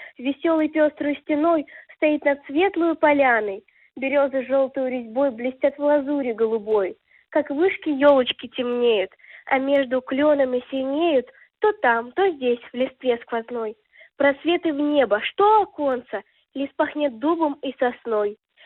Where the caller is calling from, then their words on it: Moscow, Russia; Я из Москвы.